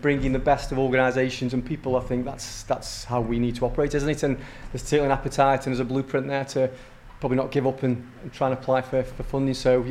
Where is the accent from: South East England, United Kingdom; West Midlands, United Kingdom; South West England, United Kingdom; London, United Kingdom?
West Midlands, United Kingdom; Stoke-on-Trent; growing up in Longton